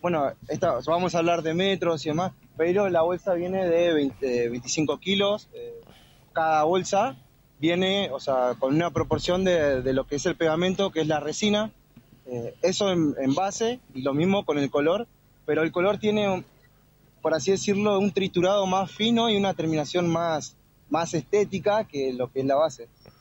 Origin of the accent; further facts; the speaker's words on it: Buenos Aires, Argentina; Nosotros venimos de San Lorenzo, venimos de varios colegios de ahí, somos de Buenos Aires